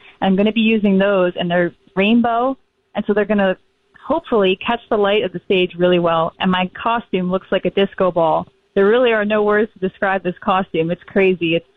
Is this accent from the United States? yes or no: yes; New Jersey, United States; I'm from New Jersey.